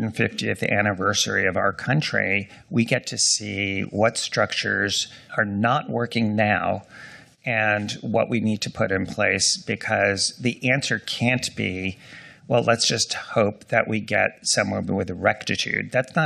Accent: New York, United States; also born or lived in Washington, D.C.; I'm an inveterate New Yorker

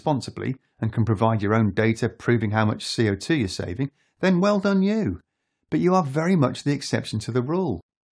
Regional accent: United Kingdom; And I'm British, you know.

